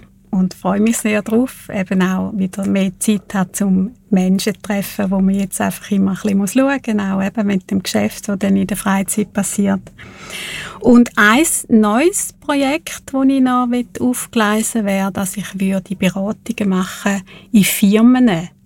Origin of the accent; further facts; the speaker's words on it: Thurgau, Switzerland; accent: Thurgau dialect; Genau, ich habe mal in Zürich geschafft und bin immer höher genommen worden wegen meinem Thurgauer Dialekt.